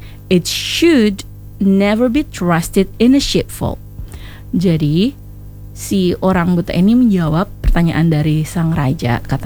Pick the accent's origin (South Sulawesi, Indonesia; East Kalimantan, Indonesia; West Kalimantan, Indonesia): South Sulawesi, Indonesia; kalau kita orang Bugis bilang letuk memeni napa cukaki lo gitu, kalau bahasa Bugisnya kayak gitu.